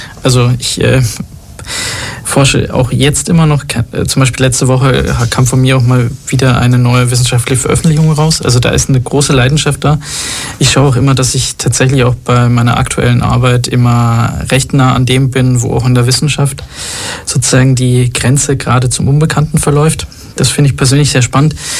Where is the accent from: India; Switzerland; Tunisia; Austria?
Tunisia; Habe ich halt gesagt, meine Mutter kommt aus Tunesien. Ich Ich bin Tunesier.